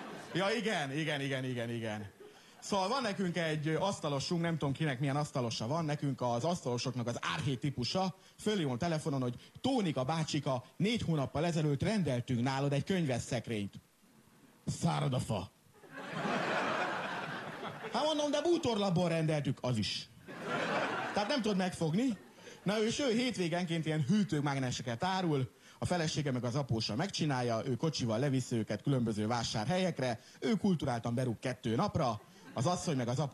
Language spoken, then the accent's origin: Hungarian; Miskolc, Borsod-Abaúj-Zemplén, Hungary; Miskolci vagyok